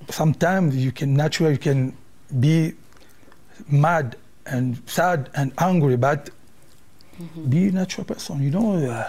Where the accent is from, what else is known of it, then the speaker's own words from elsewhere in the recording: Kinshasa, DR Congo; English is a second language; I never speak Swahili when I grew up in Kinshasa. I speak just Lingala, mm-hmm.